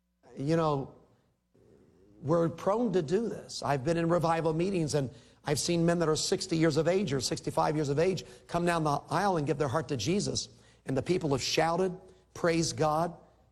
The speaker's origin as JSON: {"language": "English", "town": "Little Rock", "region": "Arkansas", "country": "United States", "tie": "born there", "said": "I was born in the Baptist hospital in Little Rock, Arkansas."}